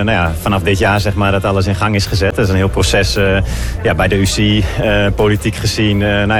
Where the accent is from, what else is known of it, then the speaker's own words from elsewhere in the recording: Groningen, Netherlands; En ik als Noordeling, als Groninger. Ik heb natuurlijk leren fietsen op de wegen van Groningen en Drenthe.